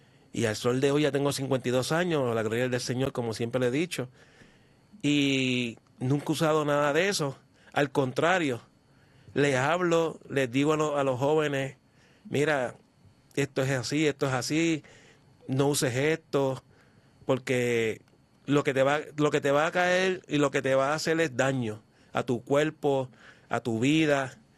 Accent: San Juan, Puerto Rico; yo me crié, como le dije, en la barriada Playita. Desde chamaquito

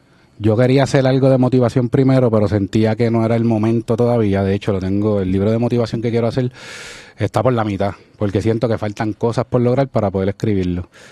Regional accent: Carolina, Puerto Rico; Yo soy puertorriqueño, de Carolina. Criado y nacido, ¿verdad?, en el área de San Juan, Carolina, pero de papá dominicano y madre obviamente puertorriqueña

